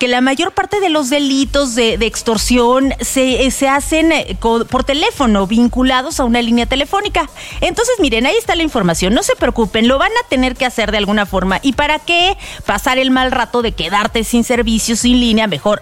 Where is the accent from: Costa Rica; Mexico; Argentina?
Mexico; Oye, y como buen mexicano, al último momento, sí.